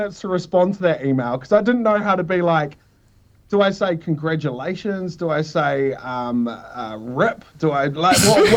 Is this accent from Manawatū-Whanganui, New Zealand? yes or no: yes; Palmerston North, Manawatū-Whanganui, New Zealand; the community that I grew up in Te Papai Oia